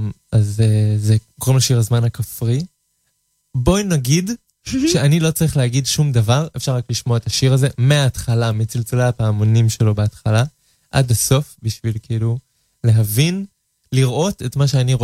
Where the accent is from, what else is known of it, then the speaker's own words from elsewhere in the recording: Kfar Azar, Tel Aviv District, Israel; גדלתי בכפר עזר.